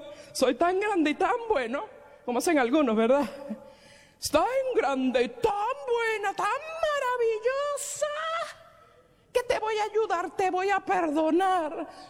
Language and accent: Spanish; Puerto Rico; born there; moved away as an adult; Nací ciudadana americana, nací en Puerto Rico, donde es territorio americano. Y tuve que agarrar mis maletas solamente y llegar aquí